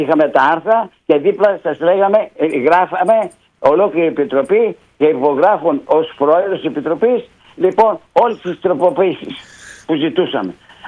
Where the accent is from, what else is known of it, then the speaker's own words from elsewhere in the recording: Preveza, Epirus, Greece; όταν είμαι εγώ από την Πρέβεζα 16 χρόνια πρόεδρος στον τομέα ηθικής και διοντολογίας